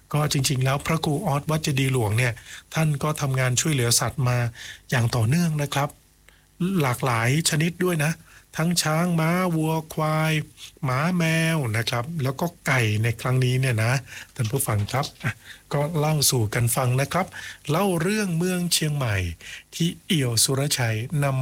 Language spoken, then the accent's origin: Thai; Northern Thailand, Thailand; เราในฐานะคนเหนือเหมือนกันนะครับ